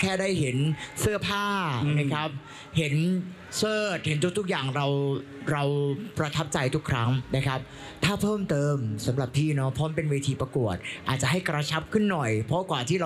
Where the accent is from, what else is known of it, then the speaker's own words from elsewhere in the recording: Southern Thailand, Thailand; ในฐานะคนใต้ด้วยกัน